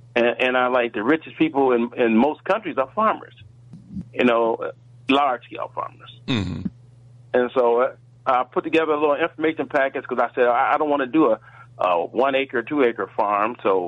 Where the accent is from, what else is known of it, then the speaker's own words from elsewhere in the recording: Toledo, Ohio, United States; You know, I'm originally from Toledo, Ohio, and I do not like the snow. So I'm in a tropical country.